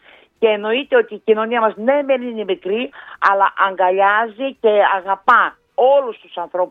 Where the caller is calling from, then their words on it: Didymoteicho, Eastern Macedonia and Thrace, Greece; Είμαι μία μητέρα από το Δημότυχο.